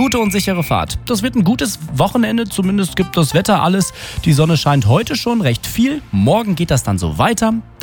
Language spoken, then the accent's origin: German; Krombach, North Rhine-Westphalia, Germany; Wir schalten jetzt rüber nach Krombach in meine Heimat.